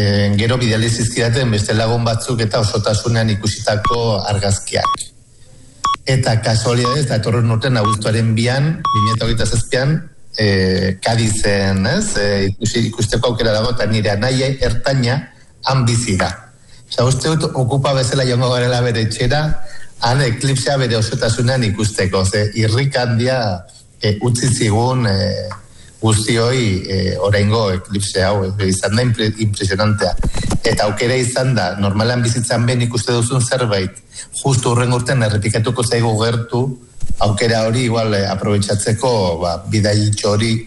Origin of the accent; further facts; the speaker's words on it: Barañain, Navarre, Spain; moved away as an adult; Barainenen bizi dira nire gurasoak, eta ni txikitan ere anego nintzen urte asko, ba, pizkate estudiatzera atera nintzen arte